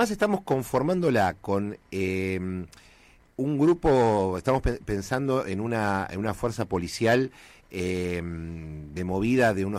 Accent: Quilmes, Buenos Aires Province, Argentina; Yo siempre toda mi vida viví acá, nací en Tesal, sí, en Bernal, viví, sí, sí, toda la vida en Quilmes.

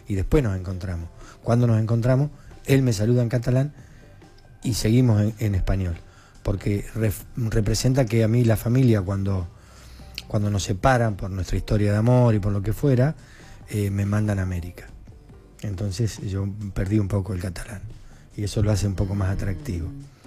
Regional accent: Argentina; soy argentino.

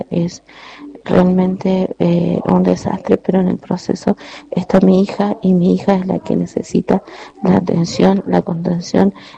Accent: La Toma, San Luis, Argentina; moved away as an adult; now in San Luis, Argentina; el domicilio que tuvimos que alquilar aquí en San Luis Capital, porque somos oriundos de La Toma, donde el sistema de salud no es muy precario.

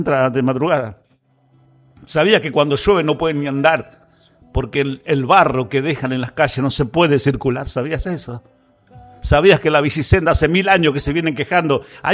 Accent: Bragado, Buenos Aires Province, Argentina; Estoy feliz de ser la voz de mi pueblo.

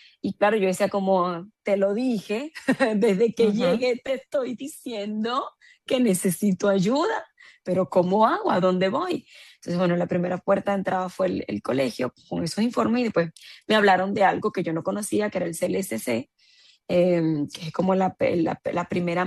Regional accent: Venezuela; moved away as an adult; Cuando yo salí de Venezuela

